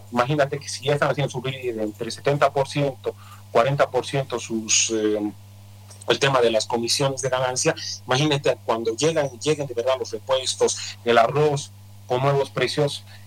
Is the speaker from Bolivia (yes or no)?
yes; Cochabamba, Bolivia; el agua en Cochabamba, en la ciudad, en la zona sur, por lo menos de donde yo vengo